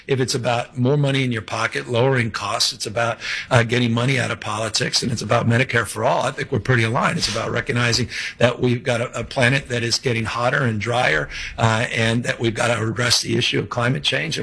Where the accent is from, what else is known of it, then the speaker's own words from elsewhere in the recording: California, United States; Maybe it's because I'm from the Bay Area. Maybe it's because I'm California.